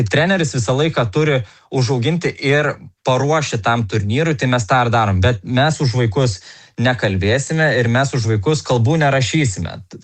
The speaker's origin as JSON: {"language": "Lithuanian", "town": "Panevėžys", "region": "Panevėžys County", "country": "Lithuania", "said": "Aš pats esu iš Panevėžio"}